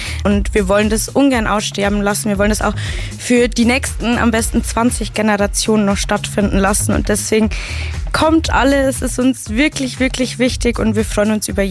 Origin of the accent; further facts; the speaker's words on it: Kelheim, Bavaria, Germany; Wir sind alle in Kelheim groß geworden